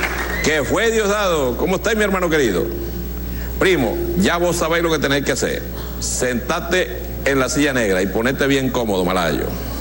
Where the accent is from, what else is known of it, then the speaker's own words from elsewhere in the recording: Maracaibo, Zulia, Venezuela; moved away; Maracaibo. Voy a aprovechar que estuve allá en mi tierra